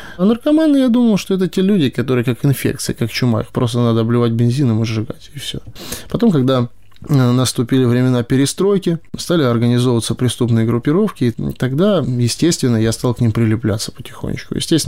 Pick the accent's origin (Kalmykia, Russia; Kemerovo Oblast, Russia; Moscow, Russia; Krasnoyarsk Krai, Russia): Moscow, Russia; moved away as an adult; now in Kharkiv, Ukraine; Я из Москвы. Здесь, в Харькове, тружусь 2 года.